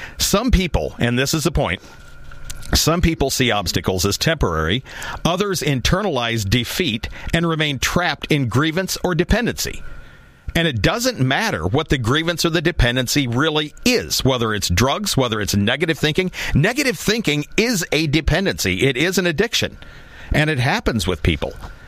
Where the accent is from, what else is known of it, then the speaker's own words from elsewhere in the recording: United States; as a Gen Xer and as an American